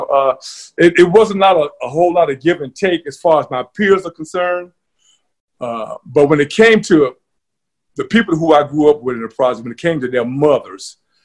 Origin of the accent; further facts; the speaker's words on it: Nashville, Tennessee, United States; grew up in Nashville, Tennessee, born and raised in John Henry Hale Projects. Went to the best high school in the Mid-South, Pearl High School.